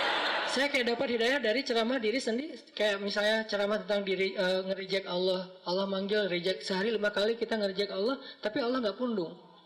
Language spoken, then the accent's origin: Indonesian; Aceh, Indonesia; born or raised there; moved away; also born or lived in Egypt